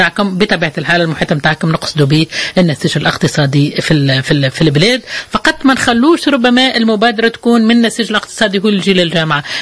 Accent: Tunisia

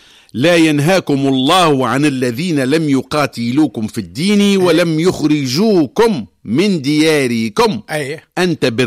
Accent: Tunisia; تونس دارنا

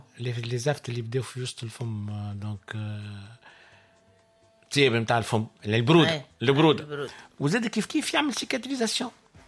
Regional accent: Sahel, Tunisia; كما نقولوا احنا عندنا في الساحل

